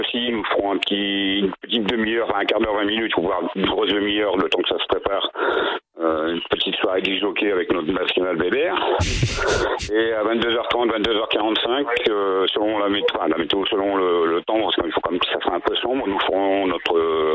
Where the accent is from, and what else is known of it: Hauts-de-France, France